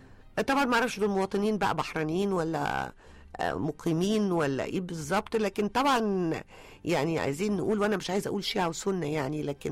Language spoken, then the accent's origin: Arabic; Egypt; now in Mohandessin, Giza, Egypt; إحنا كمصريين